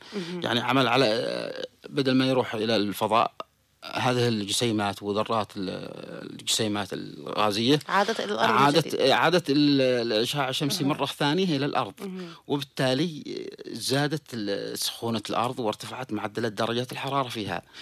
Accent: Yemen; بلادنا اليمن

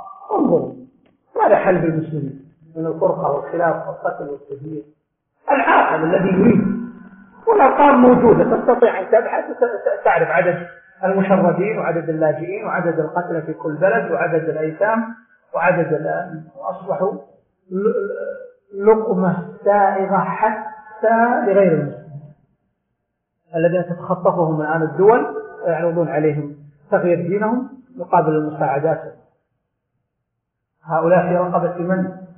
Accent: Saudi Arabia; عندنا في المملكة العربية السعودية

